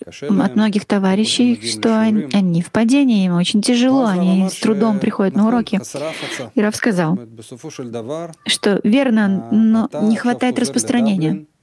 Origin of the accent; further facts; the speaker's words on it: Dublin, Leinster, Ireland; из Даблина, и наша стажировка закончилась, и скоро мы уезжаем домой.